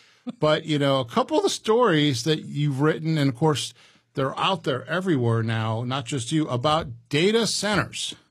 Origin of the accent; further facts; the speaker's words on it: Indiana, United States; I grew up in Indiana like you did, and I had friends, families who had farms